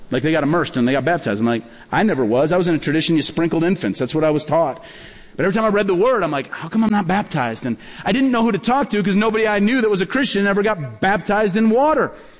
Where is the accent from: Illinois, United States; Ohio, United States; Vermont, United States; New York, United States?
Illinois, United States; Peoria; So I went back to my hometown of Peoria, Illinois to preach at this church one weekend.